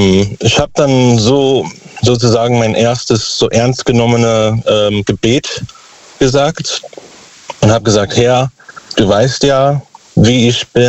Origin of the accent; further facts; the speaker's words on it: United States; German is a second language; now in Germany; Ich komme aus der USA und habe damals in der USA noch gewohnt, als ich diesen Satz gehört habe.